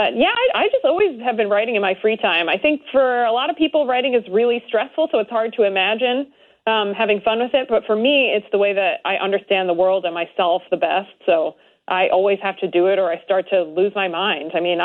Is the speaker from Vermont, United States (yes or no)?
no; Illinois, United States; I grew up in the suburbs of Chicago.